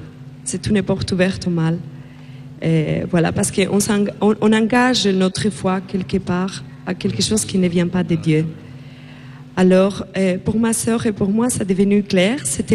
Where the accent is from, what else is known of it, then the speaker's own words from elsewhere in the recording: Spain; je viens d'Espagne.